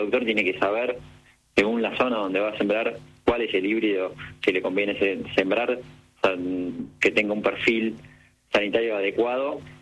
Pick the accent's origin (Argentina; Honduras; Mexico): Argentina